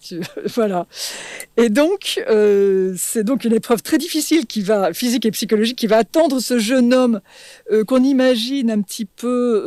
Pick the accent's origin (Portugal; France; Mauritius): France; comme je suis française malgré mon nom